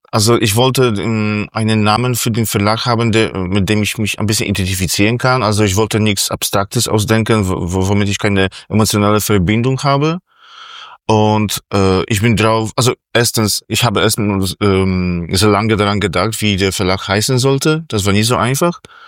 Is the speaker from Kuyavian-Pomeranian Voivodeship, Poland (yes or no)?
yes; Bydgoszcz, Kuyavian-Pomeranian Voivodeship, Poland; German is a second language; moved away as an adult; now in Berlin, Germany; ich komme aus Polen, genau heißt die Stadt Bydgoszcz. Und in Berlin wohne ich seit 2015. Ich bin 40 Jahre alt, fast 41.